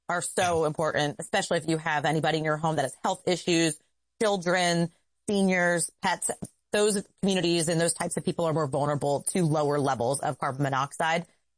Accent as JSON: {"language": "English", "region": "New Jersey", "country": "United States", "tie": "born or raised there", "said": "I grew up in New Jersey"}